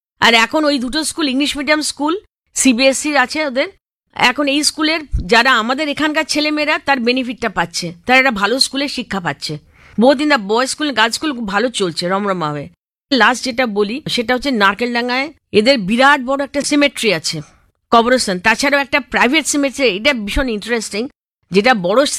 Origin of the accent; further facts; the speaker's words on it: India; এবং আমি যেহেতু ভারতীয়